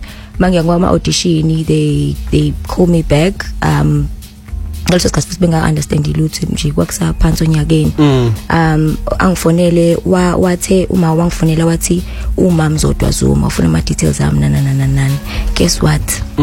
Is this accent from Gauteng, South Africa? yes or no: no; KwaZulu-Natal, South Africa; I'm from the South Coast, and I'm in the same Zumbe.